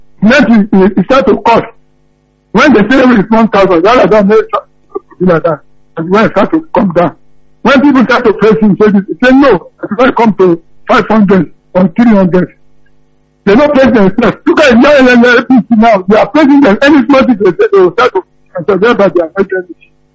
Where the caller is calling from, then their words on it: Akwata, Nigeria; from Akwata.